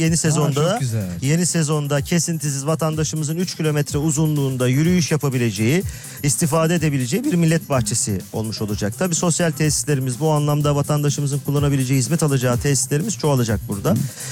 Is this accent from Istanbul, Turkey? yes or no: yes; Arnavutköy, Istanbul, Turkey; burada doğan, büyüyen, yetişen bir Arnavutköylü olarak